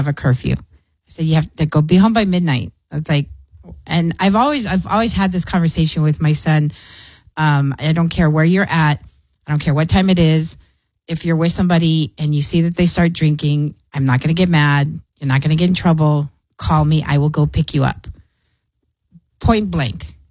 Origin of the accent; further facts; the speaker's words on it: Clint, Texas, United States; your mom did that growing up in Clint.